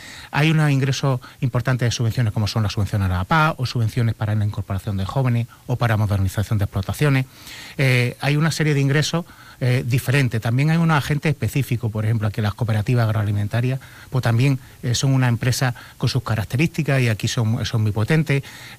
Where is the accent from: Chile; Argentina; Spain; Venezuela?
Spain; Santa Amalia, Extremadura; En mi caso, soy de Santa Amalia, aquí de Las Vegas Altas, aquí al ladito, hijo de agricultor